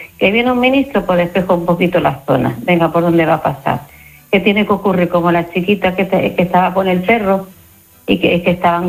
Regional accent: Spain; Pues musulmán, pero español, como dijo, si es que somos así, todos nos sentimos una piña.

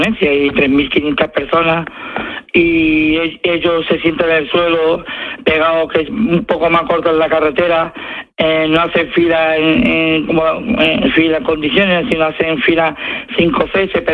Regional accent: Spain; Yo precisamente soy musulmán y soy español de nacimiento.

